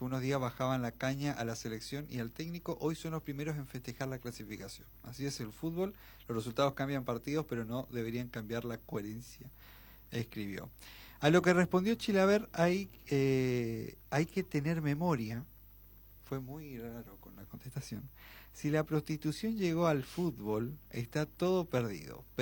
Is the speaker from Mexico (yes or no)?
no; Argentina; Y después, bueno, somos los argentinos, ¿no?